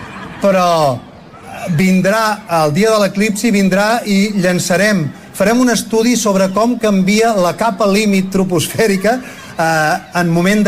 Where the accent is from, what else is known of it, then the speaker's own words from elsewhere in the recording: Badalona, Catalonia, Spain; jo sóc de Badalona, i a Badalona som molta més gent que aquí, eh?